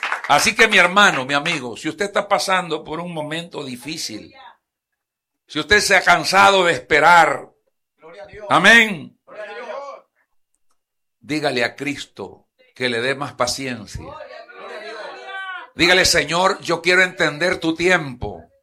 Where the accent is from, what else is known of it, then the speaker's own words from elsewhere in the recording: Honduras; porque yo soy catracho